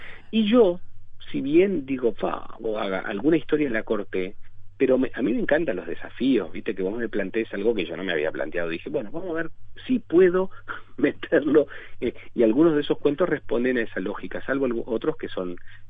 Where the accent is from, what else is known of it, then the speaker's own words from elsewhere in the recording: Artigas, Uruguay; accent: Artigas; Ahora yo, que vengo de 600 kilómetros y mantengo mi acento de Artigas, está mal.